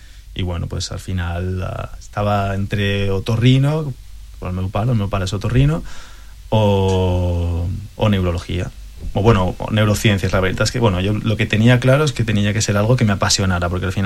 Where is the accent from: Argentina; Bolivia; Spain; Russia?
Spain; Asturias; yo casi me siento más canario que asturiano, igual.